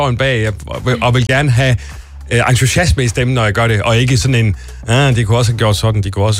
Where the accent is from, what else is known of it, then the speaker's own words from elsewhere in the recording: Silkeborg, Central Denmark Region, Denmark; Silkeborg